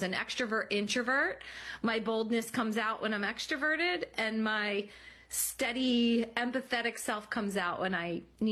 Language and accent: English; Pennsylvania, United States; I am from the suburbs of Philadelphia.